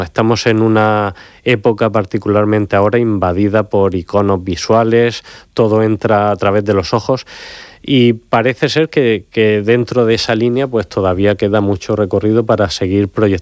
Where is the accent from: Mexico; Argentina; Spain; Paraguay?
Spain; Region of Murcia; nuestra obligación como murcianos